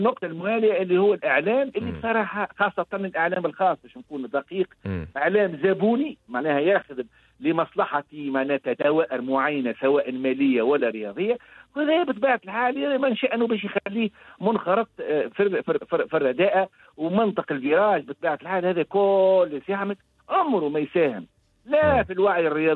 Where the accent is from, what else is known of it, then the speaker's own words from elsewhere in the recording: Tunisia; أنا كمواطن تونسي عايش في البيت